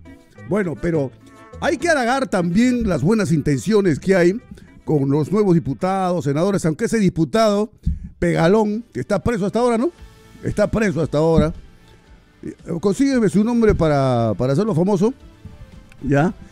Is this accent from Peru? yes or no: yes; Peru; para todos nuestros hermanos peruanos de la frontera